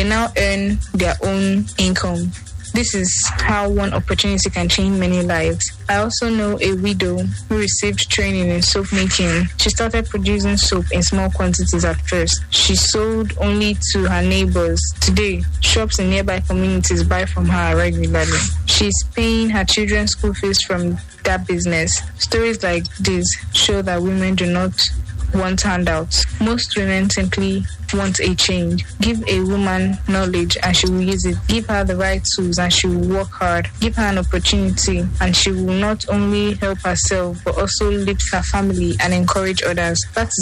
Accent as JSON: {"language": "English", "region": "Rivers", "country": "Nigeria", "said": "I am from Awada in River State. I am a mother of four and a small businesswoman."}